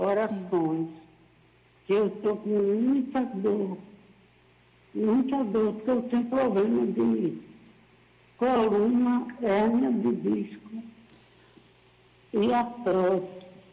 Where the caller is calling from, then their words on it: Paulista, Pernambuco, Brazil; Eu falo de Paulista, Pernambuco.